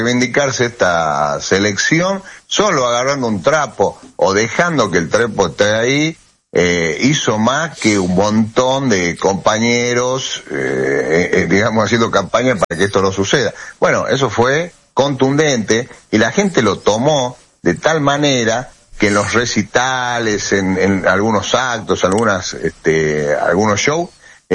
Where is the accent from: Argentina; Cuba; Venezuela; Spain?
Argentina; Salta; si nosotros acá en Salta, yo que soy de Salta, en Salta